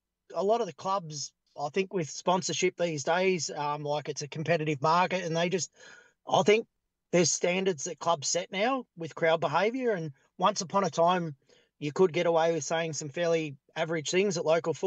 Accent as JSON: {"language": "English", "town": "Morwell", "region": "Victoria", "country": "Australia", "tie": "born or raised there", "said": "I grew up in Morwell. I spent time from the age of 5 to 25 in Morwell. I'm a Morwell Park Primary School student myself."}